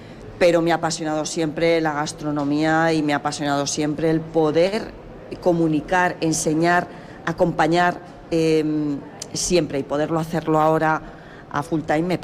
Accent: Castilla-La Mancha, Spain; born there; la provincia de Cuenca, que es donde yo nací

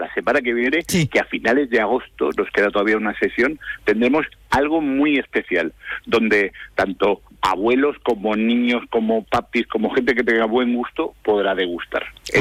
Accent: Cádiz province, Andalusia, Spain; somos de todos los lados, y más los gaditanos. O sea, si alguien puede presumir en la provincia de Cádiz es de dónde venimos

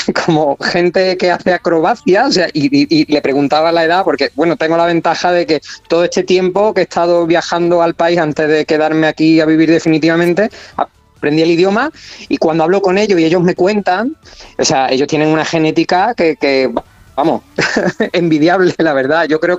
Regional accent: Seville, Andalusia, Spain; tengo que decir a mi favor, bueno, que yo soy sevillano, yo soy de Sevilla

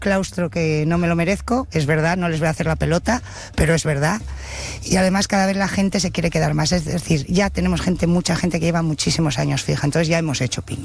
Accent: Oviedo, Asturias, Spain; now in Villar del Olmo, Spain; Yo soy asturiana.

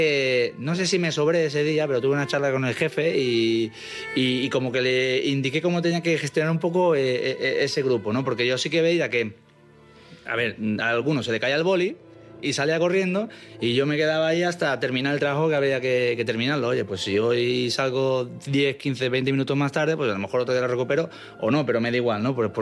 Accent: Málaga, Andalusia, Spain; moved away as an adult

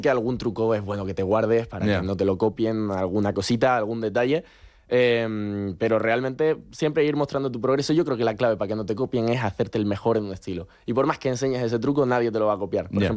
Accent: Spain; soy el español con el ranking más alto que va para allá a representar a España.

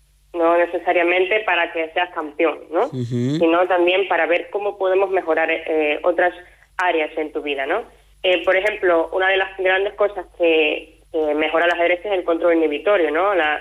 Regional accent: Cuba; now in Spain; Sí, yo salí de Cuba sola. O sea, llegué aquí prácticamente por la agrupación familiar, ¿vale? Mi esposo es español.

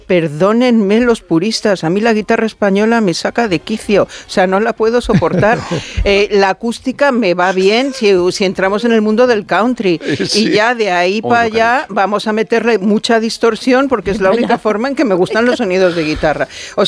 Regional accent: Mexico; Yo crecí en México, en el centro asturiano

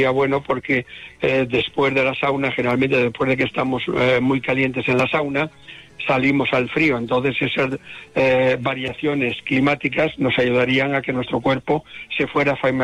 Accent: Galicia, Spain; Como buen gallego voy allí.

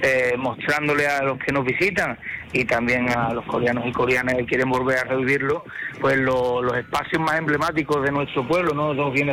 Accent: Coria del Río, Andalusia, Spain; somos muy coreanos

